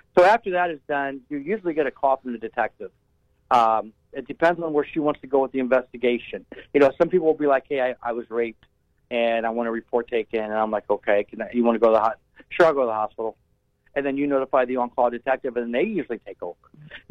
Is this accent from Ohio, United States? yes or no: yes; North Canton, Ohio, United States; I mean, I go where I grew up in North Canton.